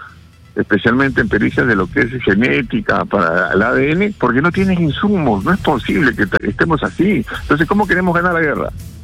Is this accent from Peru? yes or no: yes; Peru